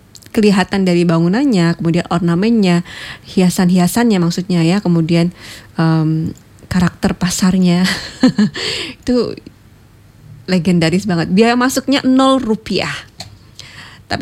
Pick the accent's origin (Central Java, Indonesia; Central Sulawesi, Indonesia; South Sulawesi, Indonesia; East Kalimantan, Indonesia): Central Java, Indonesia; Pati; saya orang Pati tapi istri Jepara.